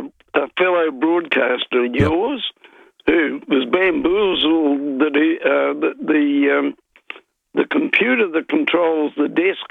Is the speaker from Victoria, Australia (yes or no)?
yes; Victoria, Australia; moved away; where I was brought up in Victoria